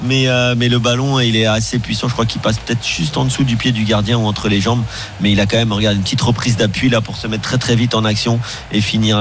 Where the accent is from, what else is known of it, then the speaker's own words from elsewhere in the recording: France; born there; Je suis quand même français, je suis né en France. Mais ex aequo avec le Portugal. Père français, mère portugaise.